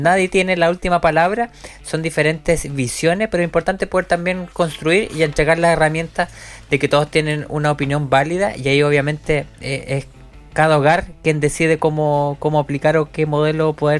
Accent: Chile; no somos China, no somos Noruega, somos Chile y tenemos otra realidad

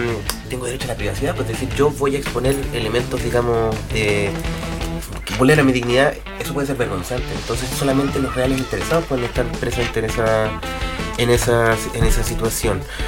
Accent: Chile; no soy el único chileno que no se sabe el propio teléfono

